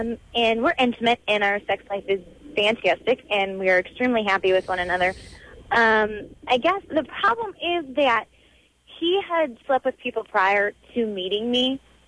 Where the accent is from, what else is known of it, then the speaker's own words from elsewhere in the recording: Chicago, Illinois, United States; I'm from the Chicago area.